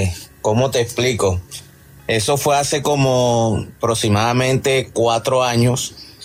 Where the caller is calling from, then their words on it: Barranquilla, Atlántico, Colombia; Yo soy de Barranquilla.